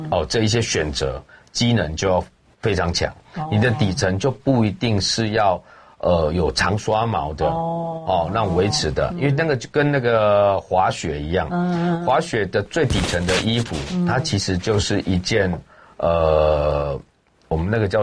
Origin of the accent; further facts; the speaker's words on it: Penghu County, Taiwan; 我们像我们澎湖人，我们澎湖有三个太阳